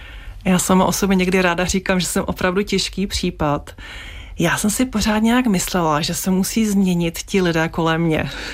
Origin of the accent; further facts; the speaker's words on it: Ostrava, Moravian-Silesian Region, Czechia; Takže jsem zůstala ve svém rodišti v Ostravě.